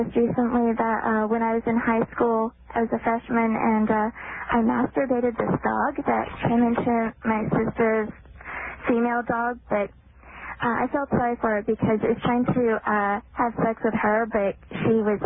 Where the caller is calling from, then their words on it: New Mexico, United States; New Mexico.